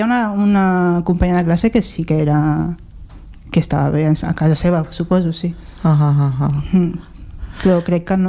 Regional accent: Catalonia, Spain; also born or lived in Philippines; I si dic que sóc de Filipines, que és el que volen escoltar, s'estic com donant la raó, no? De que sóc diferent.

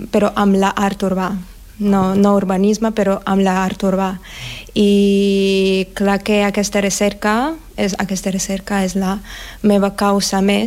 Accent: Russia; Catalan is a second language; moved away as an adult; now in Barcelona, Spain; soc de Rússia.

